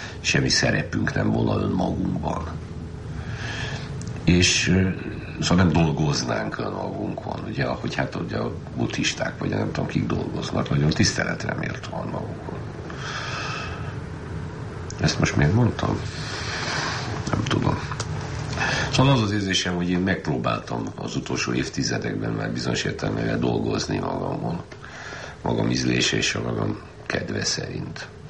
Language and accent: Hungarian; Hungary; magyar vagyok, zsidó vagyok, nagyon jó megférnek nálam ezek. Férfi vagyok